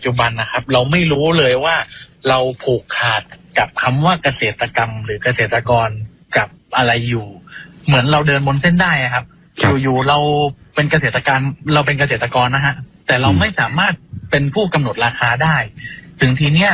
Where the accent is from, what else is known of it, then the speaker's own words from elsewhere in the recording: Chumphon, Thailand; ผมเป็นคนชุมพรคนหนึ่งที่เราอยู่ในยุคที่ผ่านพ้นเรื่องราวทั้งหมดมาแล้ว